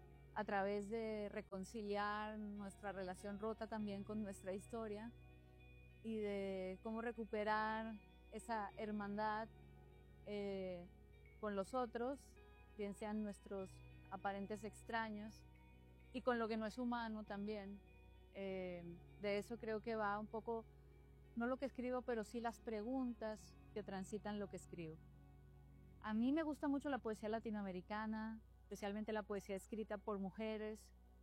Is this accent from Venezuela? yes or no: no; Barrancabermeja, Santander, Colombia; moved away as an adult; now in Ciudad Juárez / El Paso border area; Cuando vivía en mi ciudad natal, Barranca Bermeja, en el centro de mi país, Colombia, tuve una infancia muy bonita